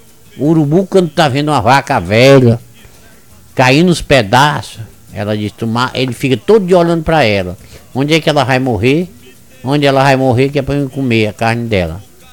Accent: Ipu, Ceará, Brazil; born there; Aí é por isso que eu nasci em Ipu.

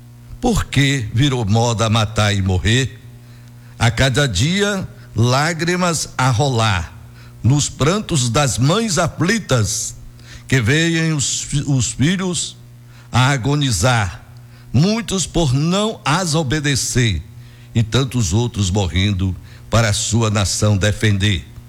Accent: Caetité, Bahia, Brazil; moved away; Sou registrado como filho da cidade de Caetité, cidade histórica, agora com mais de 217 anos, né? De emancipação política, situada no interior da Bahia, na região sudoeste

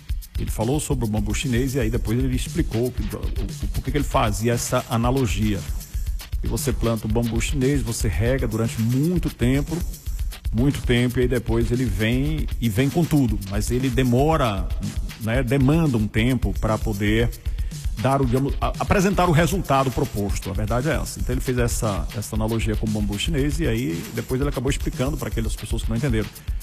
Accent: Brazil; nós, enquanto brasileiros

